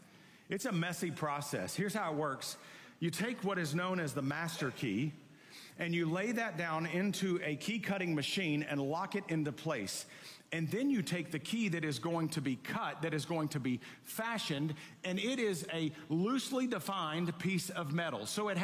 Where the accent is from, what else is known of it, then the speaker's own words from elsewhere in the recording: Waco, Texas, United States; also born or lived in Dallas, Texas; I grew up in Waco, Texas, and then we moved to Dallas when I was in high school, and I grew up in Waco before Chip and Joanna made it cool. I'm old school.